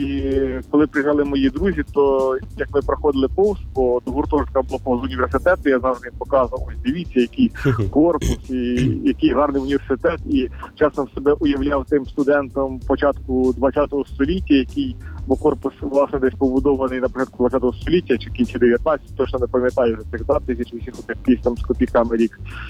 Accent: Vinnytsia Oblast, Ukraine; Я з Вінницької області.

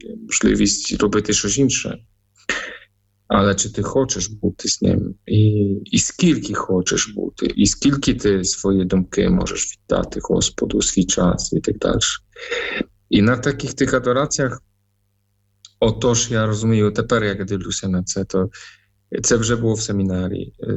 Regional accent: Poland; Ukrainian is a second language; moved away; Так, в мене польське ім'я, тому що я з Польщі.

